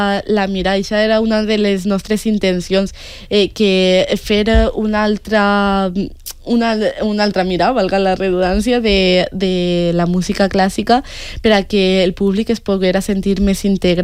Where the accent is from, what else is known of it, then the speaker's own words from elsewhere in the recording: Gavarda, Valencian Community, Spain; a Gavarda, al meu poble.